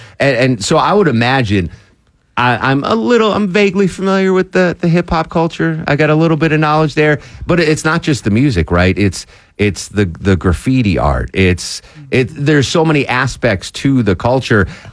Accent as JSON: {"language": "English", "town": "Springfield", "region": "Massachusetts", "country": "United States", "tie": "born or raised there", "said": "growing up in Springfield, up the horrific strip of pavement that is I-91"}